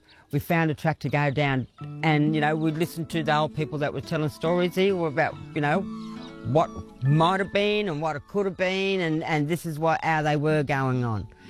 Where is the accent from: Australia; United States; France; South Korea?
Australia; Moree, New South Wales; I'm from Moree.